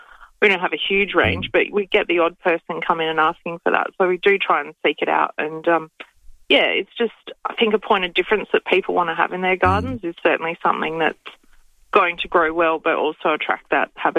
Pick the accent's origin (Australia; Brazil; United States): Australia; Victoria; I'm originally from Western Victoria, so there you go.